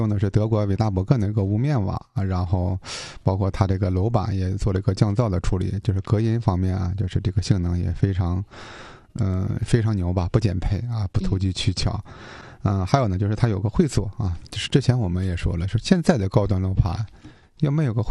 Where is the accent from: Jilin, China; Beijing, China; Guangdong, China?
Jilin, China; Changchun